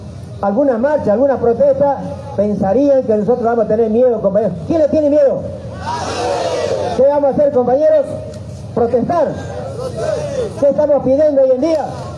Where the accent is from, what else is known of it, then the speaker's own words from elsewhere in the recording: Bolivia; como productores y como bolivianos